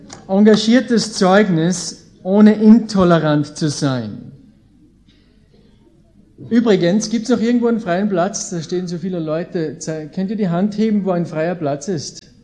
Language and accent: German; Austria; ich bin eben aus Österreich.